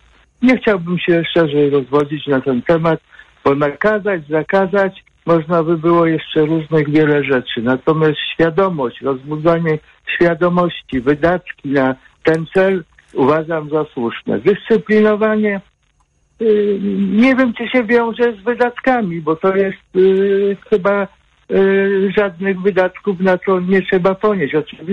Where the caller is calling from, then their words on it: Katowice, Silesian Voivodeship, Poland; Witam serdecznie, dzwonię z Katowic.